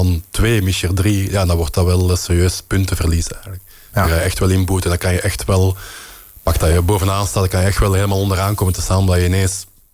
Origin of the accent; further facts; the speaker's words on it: Belgium; Ja, hooggooien kan ik nu ook als Belg wel goed.